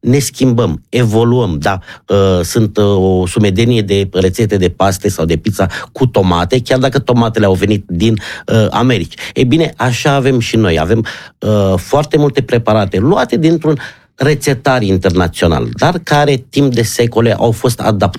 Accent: Romania; Eu tot spun că noi, ca români, nu prea ne iubim mâncarea.

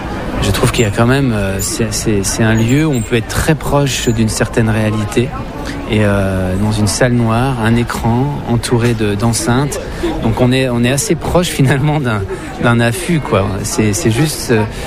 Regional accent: Grand Est, France; ça s'est passé dans nos forêts vosgiennes. et que j'ai jamais quitté finalement. Je vis toujours là où j'ai grandi quasiment.

